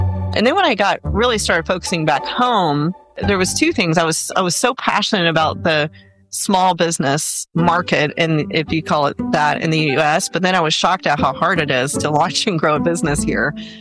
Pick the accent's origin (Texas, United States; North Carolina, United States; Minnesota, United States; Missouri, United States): Texas, United States; where I grew up in Texas